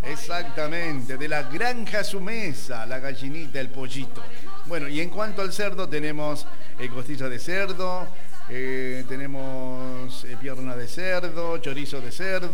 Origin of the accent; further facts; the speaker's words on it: Argentina; Qué exagerado que somos nosotros los argentinos, ¿no, gente?